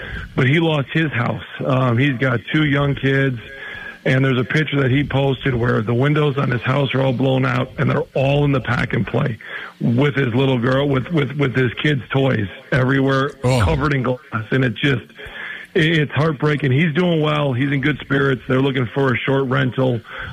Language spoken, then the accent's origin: English; Appleton, Wisconsin, United States; I love being from Wisconsin. I love being, you know, growing up in Appleton. I love being a part of this community.